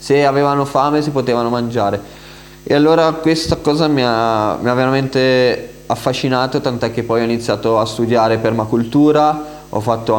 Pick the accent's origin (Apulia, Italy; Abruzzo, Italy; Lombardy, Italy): Lombardy, Italy; Milan; moved away as an adult; now in Carnia, Italy; Io sono originario di Milano e mi sono trasferito in Carnia 2 anni fa